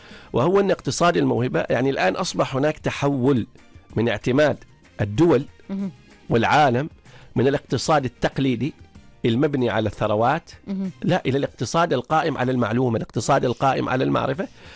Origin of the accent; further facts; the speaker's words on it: Oman; نحن كعمانيين